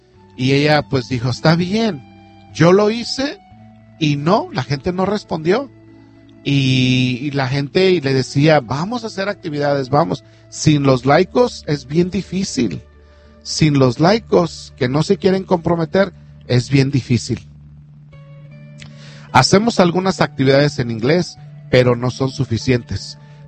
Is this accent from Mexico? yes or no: yes; Mexico; now in United States; yo, que soy mexicano